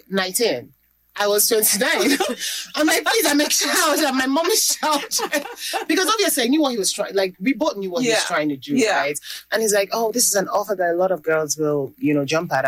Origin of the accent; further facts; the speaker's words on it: Owerri, Imo, Nigeria; In Owerri. I grew up in Owerri.